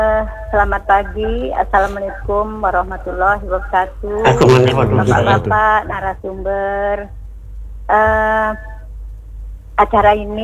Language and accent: Indonesian; Tanjung Pinang, Riau Islands, Indonesia; kami sebagai warga masyarakat Kota Tanjung Pinang sangat mendukung sekali.